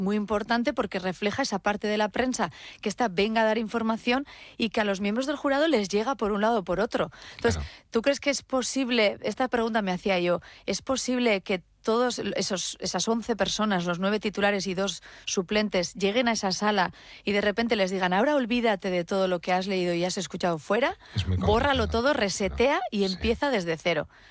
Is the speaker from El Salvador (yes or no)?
no; Legazpi, Basque Country, Spain; en mi pueblo, en Legazpi